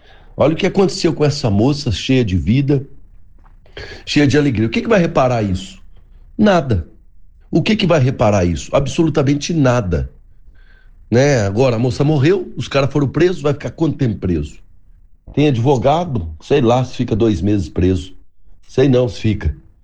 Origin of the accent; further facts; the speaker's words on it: Brazil; Eu torço pro Brasil, eu sou brasileiro.